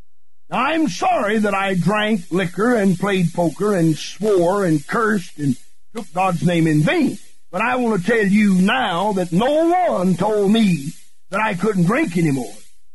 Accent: Greenville, South Carolina, United States; If I'm facing Greenville, South Carolina, traveling a highway facing Greenville, my hometown, but I don't want to go to my hometown

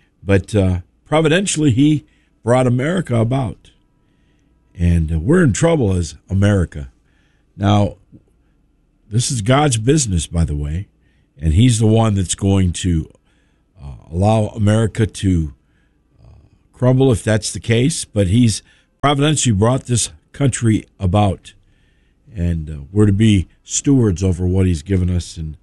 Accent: New York, United States; I can't help where I was brought up. I was brought up in Central New York.

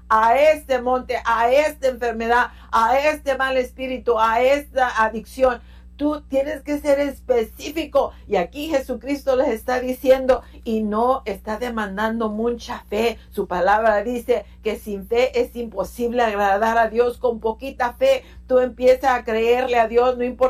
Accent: United States; born there; mis padres y nosotros todos somos estadounidenses, nacimos aquí en Estados Unidos

